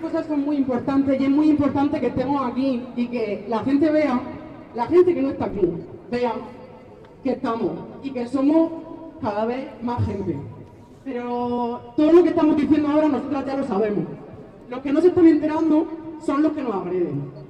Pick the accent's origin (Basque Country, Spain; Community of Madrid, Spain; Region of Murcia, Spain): Region of Murcia, Spain; moved away; Que salí de Murcia y vi que no era Murcia, que el problema no es Murcia